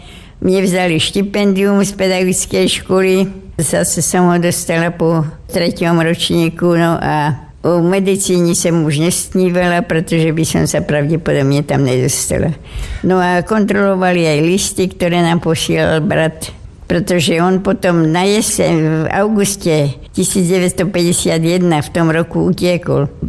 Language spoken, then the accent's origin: Slovak; Malženice, Trnava Region, Slovakia; also born or lived in Lutiše; Bola to obec Lutiše, blízko Starej Bystrice v 36. roku. Ja som bola štvrtá a po mne sa narodili ešte dvaja bratia. Potom sme sa v 42. presťahovali do Malženic, kde som začala chodiť aj do rímskokatolíckej školy.